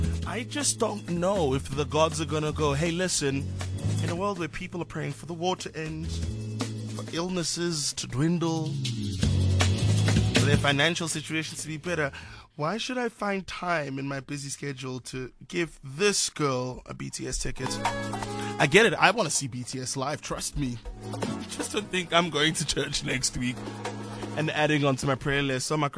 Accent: Pretoria, Gauteng, South Africa; I come from Pretoria

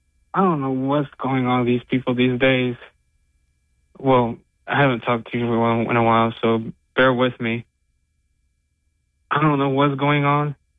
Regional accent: Columbia County, Georgia, United States; I've been in Columbia County for all of my life. Well, since I was like pre-K or something like that. I love living here

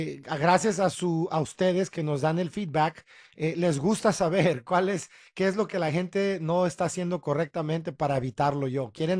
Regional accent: San Diego, California, United States; born there; ella es tijuanense, mi papá sonorense. Y bueno, yo soy nacido en San Diego, pero tengo en la sangre México

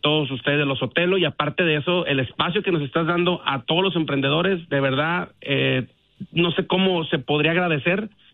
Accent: Tepic, Nayarit, Mexico; now in United States; nosotros somos de Nayarit, del estado de Nayarit, de la parte de Tepic, parte costera también de Santiago Ixcuintla, Nayarit.

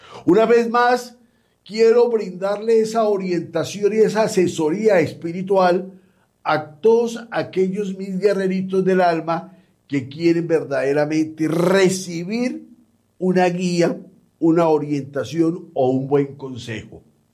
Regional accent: Mexico; Voy a traer algo muy especial desde mi tierra, México, desde las pirámides.

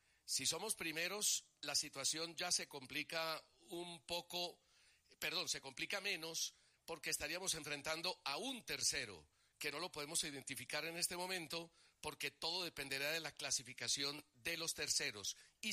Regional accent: Colombia; Y usted ya conoce cómo somos los colombianos.

